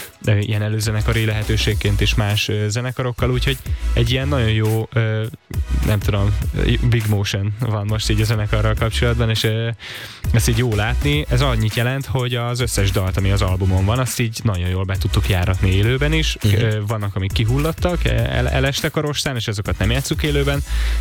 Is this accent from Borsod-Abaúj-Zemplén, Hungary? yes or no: no; Szolnok, Jász-Nagykun-Szolnok, Hungary; a szülővárosomhoz, Szolnokhoz is